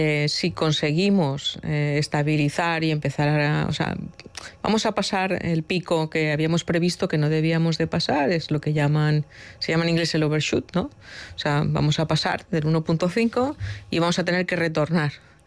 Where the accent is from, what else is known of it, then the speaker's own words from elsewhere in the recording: Valencia, Valencian Community, Spain; now in Basque Country, Spain; yo soy de Valencia